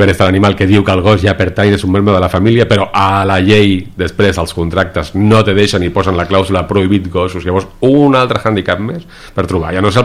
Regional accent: Catalonia, Spain

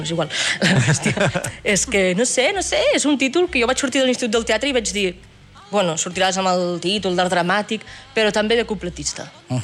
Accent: Guissona, Catalonia, Spain; now in Barcelona, Spain; Jo sóc de Guissona

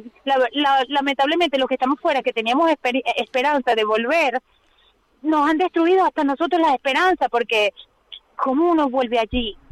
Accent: Venezuela; born there; tanto todas las personas que fueron allí, como los que nacimos allí, que somos de origen venezolano, estamos sufriendo y padeciendo.

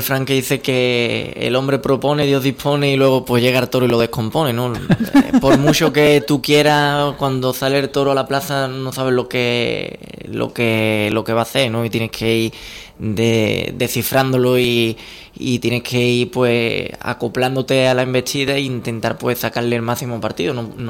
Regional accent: Utrera, Andalusia, Spain; Utrera, pues en mi pueblo

